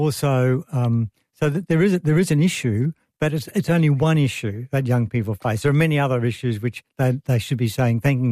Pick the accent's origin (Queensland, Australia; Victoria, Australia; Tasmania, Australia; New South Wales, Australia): Queensland, Australia; Ipswich; Now, I was brought up in Ipswich